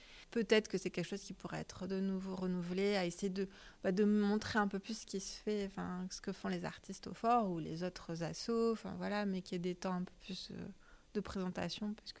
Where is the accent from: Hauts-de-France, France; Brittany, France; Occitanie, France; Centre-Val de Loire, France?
Occitanie, France; Toulouse; now in Le Havre, France; ça fait 11 ans que je suis au Havre, mais à la base, je suis de Toulouse.